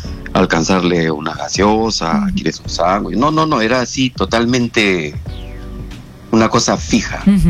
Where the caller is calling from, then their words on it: Lima, Peru; de tu caserito, de Surco